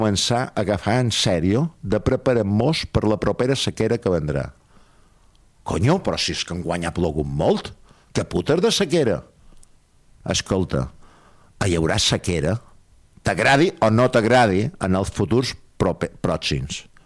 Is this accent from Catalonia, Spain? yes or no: no; Balearic Islands, Spain; Jo som mallorquí, també.